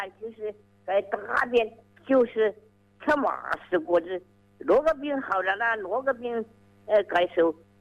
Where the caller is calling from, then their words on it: Gong'an, Hubei, China; 我是湖北省公安县狮子口镇红枫一座。